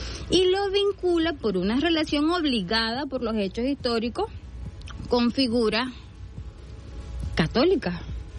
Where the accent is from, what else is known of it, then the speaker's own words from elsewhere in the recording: Venezuela; Resume lo que somos como venezolanos.